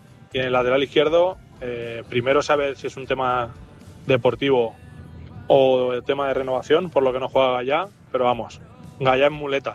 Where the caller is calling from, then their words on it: Valencia, Valencian Community, Spain; de Valencia.